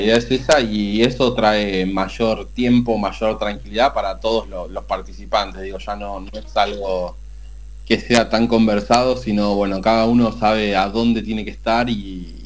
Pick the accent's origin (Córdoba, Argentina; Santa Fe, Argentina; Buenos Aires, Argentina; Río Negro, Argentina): Buenos Aires, Argentina; De Capital Federal, así es.